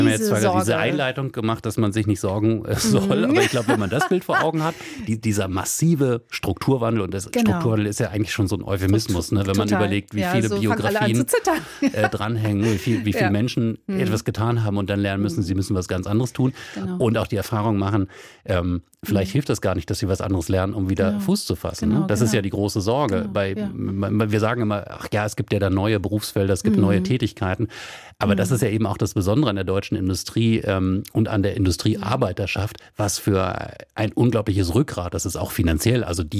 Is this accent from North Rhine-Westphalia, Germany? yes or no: no; Wolfsburg, Lower Saxony, Germany; ich komme aus Wolfsburg ursprünglich, auch da immer mal Krisen bei Volkswagen